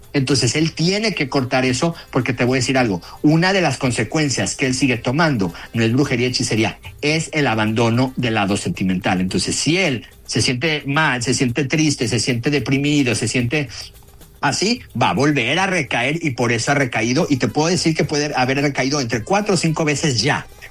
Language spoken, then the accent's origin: Spanish; Jalisco, Mexico; esto lo hacían en mi pueblo, yo soy de Jalisco.